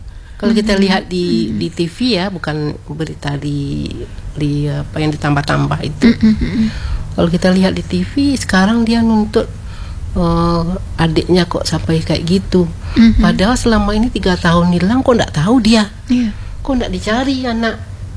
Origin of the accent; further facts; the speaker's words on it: West Sumatra, Indonesia; Ya kita tahulah budaya kita Minang.